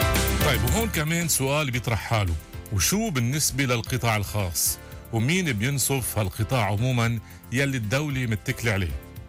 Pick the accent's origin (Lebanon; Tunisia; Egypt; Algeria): Lebanon